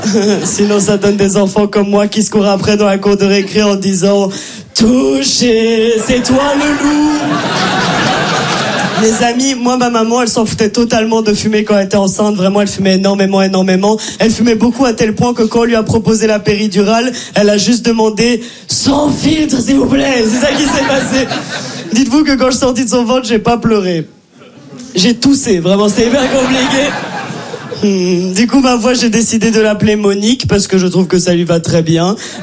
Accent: Brussels, Belgium; accent: Brussels

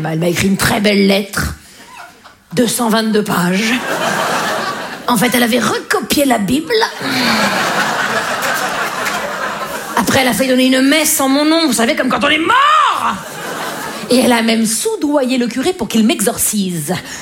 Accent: Liffol-le-Grand, Grand Est, France; C'est dans l'Est, en Lorraine. Et moi, je viens de Liffol-le-Grand, vous voyez. C'est à côté de Liffol-le-Petit, vous voyez.

